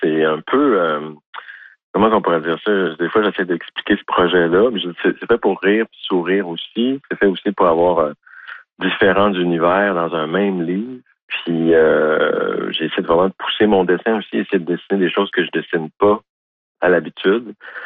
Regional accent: Quebec, Canada; accent: Québécois; Mais je voulais vraiment te donner le langage québécois. Pour moi, c'est important

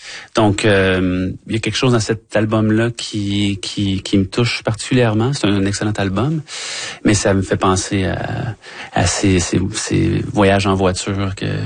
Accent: Quebec, Canada; Moi, j'étais du Québec. On allait dans les Laurentides ou dans les cantons de l'Est.

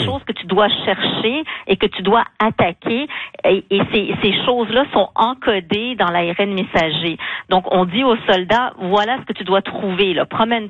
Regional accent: Canada

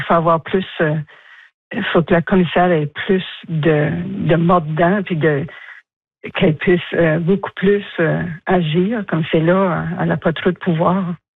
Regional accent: Acadia, Canada; moved away as an adult; now in Saint John, Canada; Vous savez, ça va faire 40 ans que je suis ici. Je suis une Acadienne. Je suis une Acadienne dans le cœur, dans mes veines, dans mon sang. Et je vais avoir 64 ans demain.

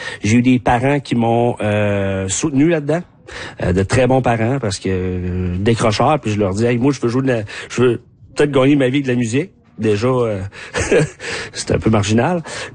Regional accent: Quebec, Canada; now in Rimouski, Canada; je suis natif de la Métis, puis j'habite à Rimouski.

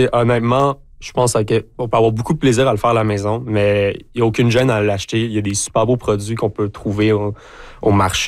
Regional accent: Gatineau, Quebec, Canada; now in Côte-Nord, Canada; Moi, à la base, je suis de Gatineau, donc un peu loin de l'estuaire.

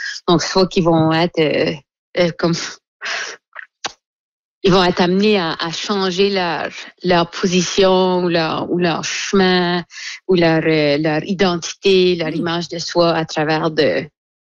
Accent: Dieppe, New Brunswick, Canada; now in Shediac, Canada; moi j'ai grandi à Dieppe, fait qu'on allait aux Frenchies à Moncton quand j'étais petite. Puis la star, j'habite à Shediac, il y a un Frenchies à Shediac.

